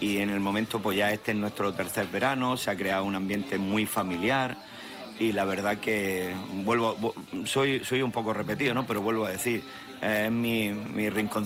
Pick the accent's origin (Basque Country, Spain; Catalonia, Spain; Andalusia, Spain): Andalusia, Spain; Salobreña; Yo no sé si está de moda, pero yo, como mi pueblo que es, soy un apasionado y para mí es el pueblo más bonito de España, ¿no?